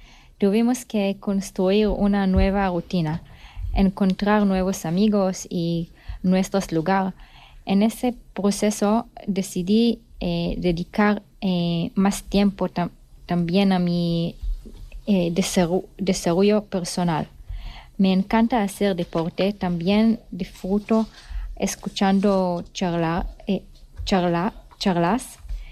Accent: Israel; Spanish is a second language; moved away as an adult; soy de Israel. Ahí trabajaba como terapeuta. Hacía terapia asistida con animales. Y cuando mi familia y yo nos fuimos de Israel

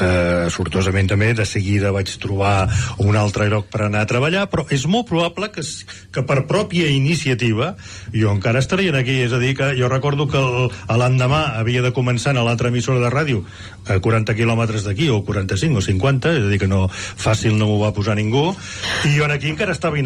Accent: Rubí, Catalonia, Spain; a la meva vila, llavors era vila, a Rubí

